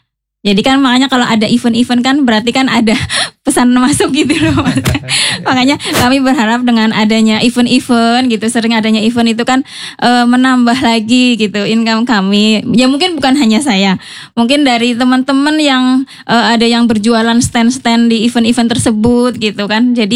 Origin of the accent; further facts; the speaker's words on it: Kedunguter, Central Java, Indonesia; Saya dari Desa Kedunguter, Kecamatan Banyumas.